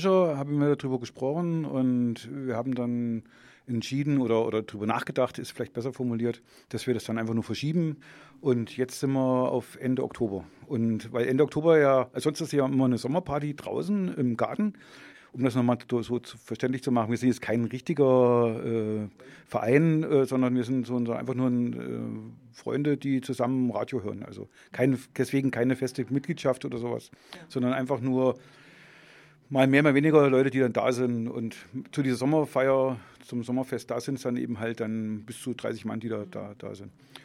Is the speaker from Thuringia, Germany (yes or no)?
yes; Thuringia, Germany; Wir beide kommen aus Förda.